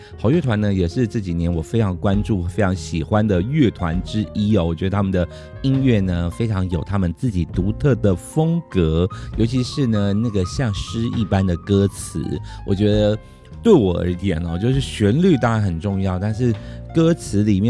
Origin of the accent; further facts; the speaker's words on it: Jinshan, New Taipei, Taiwan; 我的老家在金山老街上。金山老街那条街叫做金包里街